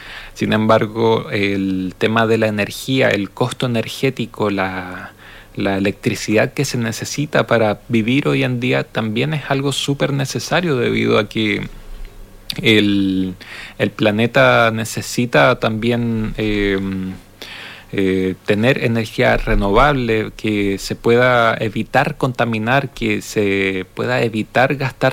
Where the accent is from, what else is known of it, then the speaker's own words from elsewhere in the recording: Chile; para nosotros como chilenos